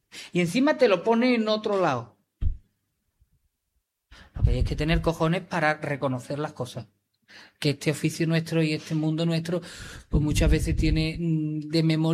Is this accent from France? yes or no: no; Galicia, Spain; que no es más que yo soy gallego porque me considero mucha honra